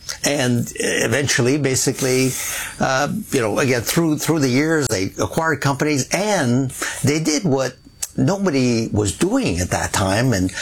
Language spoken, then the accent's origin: English; Montreal, Quebec, Canada; born there; also born or lived in Sherbrooke; Actually, I was born right here in Montreal, at Verdun, actually. But we only lived here a couple years at the time. My father was a manager at Sun Life, so we kind of moved around. We moved to Sherbrooke for about 3